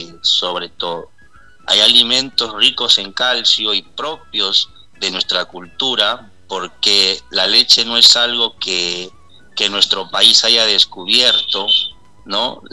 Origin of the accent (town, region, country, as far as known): Peru